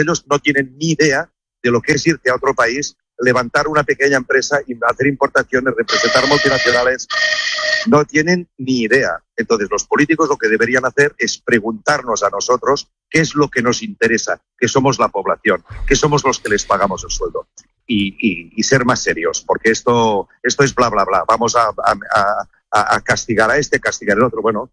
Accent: Catalonia, Spain; O sea, aquí los trenes, yo que soy de Cataluña, me funcionan mejor en Marruecos que en Cataluña.

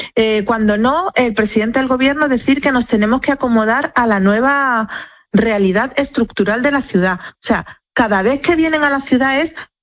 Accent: Ceuta, Spain; los que estamos encerrados y los que estamos controlando nuestros pasos somos los ceutíes.

